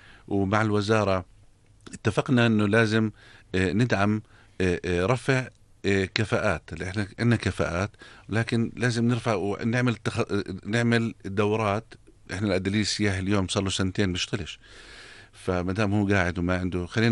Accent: Jordan; إحنا عندنا تاريخ سيدنا موسى له تاريخ طويل في الأردن

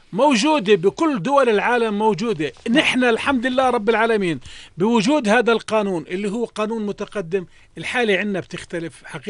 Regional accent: Jordan; 58 ألف حالة عندنا بالأردن

